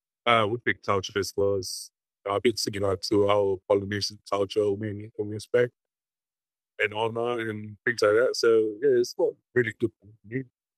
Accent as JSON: {"language": "English", "country": "Tonga", "tie": "born or raised there", "also_born_or_lived": "Samoa / New Zealand / Hawaii / Japan", "said": "I was born in Tonga. 1983, and I grew up here in Tonga, but sort of moving around the island. We moved to Samoa, back to Tonga, and then New Zealand, Hawaii, and then Japan."}